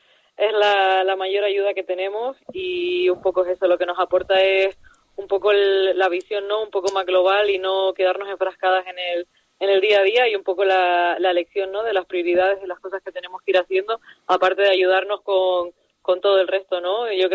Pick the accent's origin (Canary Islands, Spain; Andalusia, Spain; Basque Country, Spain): Canary Islands, Spain; moved away as an adult; also born or lived in Hong Kong; nací y crecí en Gran Canaria